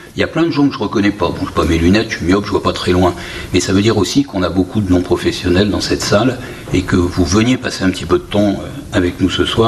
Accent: Hauts-de-France, France; Certains le savent, je suis Picard.

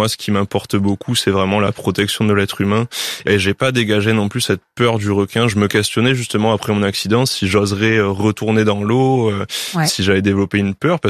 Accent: L'Étang-Salé, Réunion; moved away as an adult; also born or lived in Bayonne; moi j'ai toujours vécu proche de l'eau, je suis originaire de La Réunion

